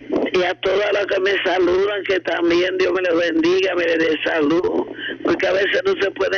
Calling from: Navarrete, Santiago, Dominican Republic; aquí en mi pueblo de Navarrete General

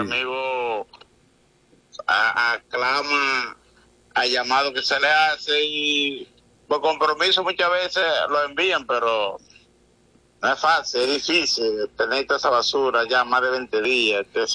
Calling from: La Vega, Dominican Republic; Soy de parte de Juan Quesada aquí en La Mara.

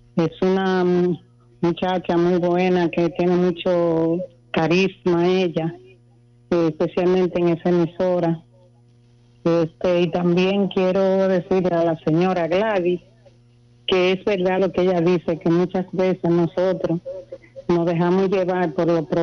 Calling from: Moca, Espaillat, Dominican Republic; de Moca, una fiel oyente.

